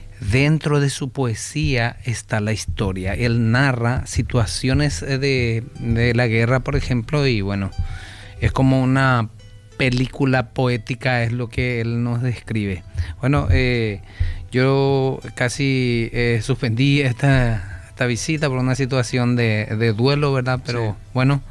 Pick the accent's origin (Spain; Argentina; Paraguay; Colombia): Paraguay; San Juan Bautista, Misiones; soy oriundo de San Juan Bautista Misiones, de la cuna de Mangoré. Y bueno, yo hice mis estudios primarios y secundarios en mi pueblo natal